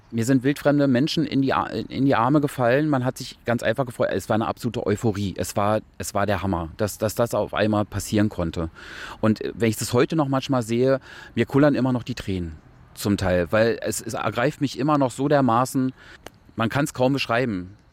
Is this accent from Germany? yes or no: yes; Berlin, Germany; Ich bin in Berlin-Tegel-Süd aufgewachsen und wohne jetzt mittlerweile in Moabit.